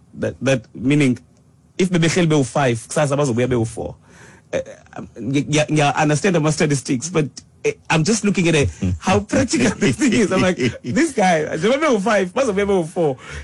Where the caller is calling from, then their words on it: South Africa; I'm a South African.